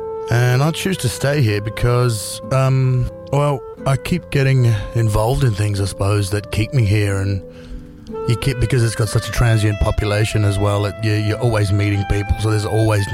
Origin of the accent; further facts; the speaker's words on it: Darwin, Northern Territory, Australia; also born or lived in Adelaide / Humpty Doo; I was born in Humpty Doo, which is just out of Darwin, so I'm a Territorian. I came here originally because I just needed a change. I was living in Adelaide, and I moved up here in 2005.